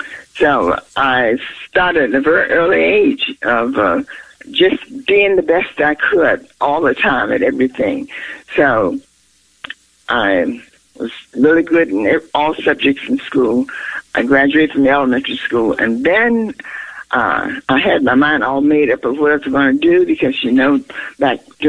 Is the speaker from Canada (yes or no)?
no; Sutherland, Virginia, United States; moved away; I grew up in Sutherland, Virginia, which is Dinwiddie County, and we live on a small farm.